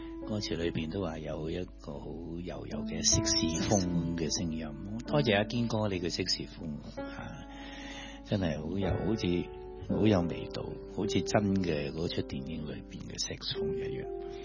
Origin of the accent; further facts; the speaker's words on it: Guangdong, China; 我哋广东人